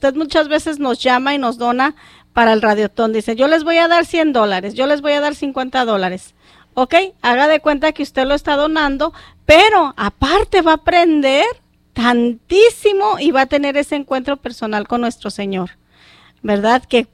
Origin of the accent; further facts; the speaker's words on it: Mexico; nuestras iglesias en nuestras ciudades de México, ¿verdad? Muchos de nosotros somos de México, de Michoacán, de Jalisco, de Colima, de Zacatecas, de Guanajuato, y de ahí párale de contar, ¿verdad?